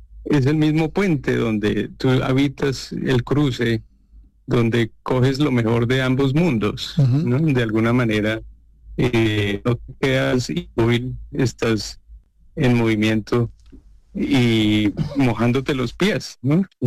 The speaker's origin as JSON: {"language": "Spanish", "region": "Bogotá", "country": "Colombia", "said": "Yo soy bogotano, sí."}